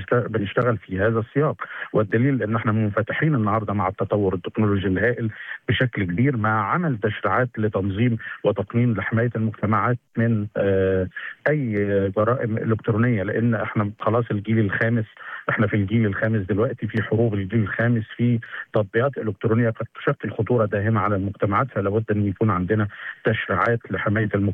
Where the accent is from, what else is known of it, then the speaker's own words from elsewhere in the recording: Egypt; إحنا كدولة مصرية